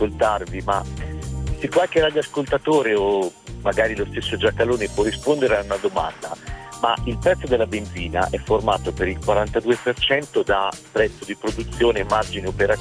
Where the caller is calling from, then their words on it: Città di Castello, Umbria, Italy; Chiamo da Città di Castello, sono in viaggio per andare al lavoro